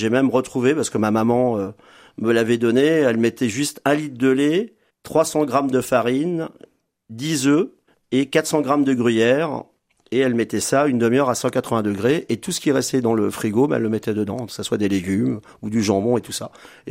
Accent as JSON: {"language": "French", "town": "Mer", "region": "Centre-Val de Loire", "country": "France", "tie": "born or raised there", "said": "je suis donc originaire de Mer"}